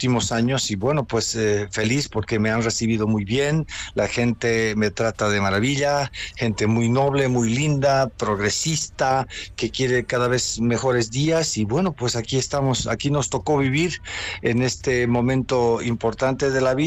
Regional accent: La Paz, Bolivia; moved away as an adult; also born or lived in United States; now in Santa Cruz, Bolivia; ya casi 10 años acá viviendo en Santa Cruz y mi acento es el mismo de siempre. Yo soy el colla de siempre, voy a seguir hasta el día de mi muerte siendo un paseño orgulloso de mi ciudad maravilla

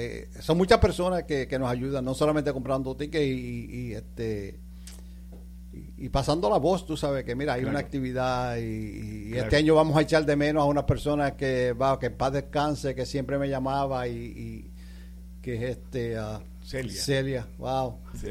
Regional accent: Puerto Rico; now in Rochester, United States; la música que nos identifica como puertorriqueños

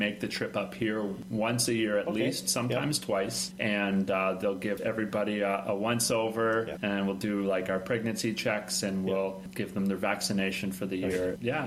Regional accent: Meaford, Ontario, Canada; moved away as an adult; also born or lived in Barrie, Ontario; now in Goose Bay, Canada; Well, I grew up in a little place called Meaford, Ontario.

